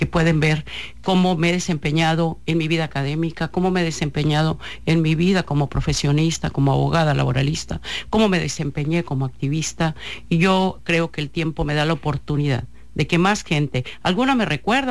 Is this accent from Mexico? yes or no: yes; Sinaloa, Mexico; apostando a Sinaloa, porque yo lo he dicho, ha sido, aquí nací, aquí he crecido y hay un gran amor por mi tierra.